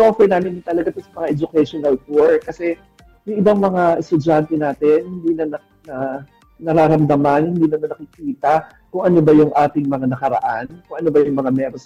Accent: Quezon Province, Calabarzon, Philippines; dito sa amin sa Quezon

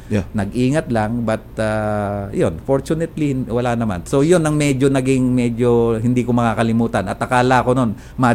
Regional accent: Caloocan, Metro Manila, Philippines; tiga-Caloocan kami noon eh, no?

